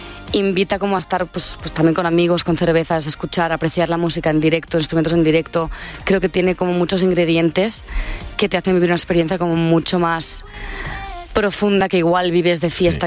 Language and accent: Spanish; Tiana, Catalonia, Spain